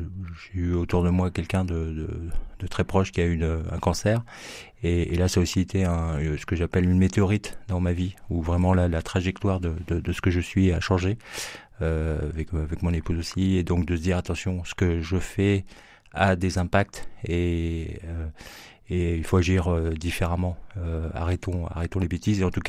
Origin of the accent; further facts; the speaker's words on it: Le Creusot, Bourgogne-Franche-Comté, France; moved away as an adult; now in Saint-Étienne, France; Alors, je suis stéphanois depuis 15-16 ans, mais je suis originaire de Bourgogne, du Creusot.